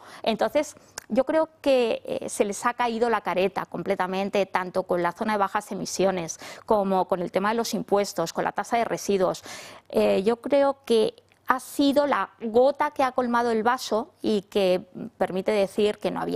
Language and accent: Spanish; Madrid, Community of Madrid, Spain; lo que somos nosotros los españoles, los madrileños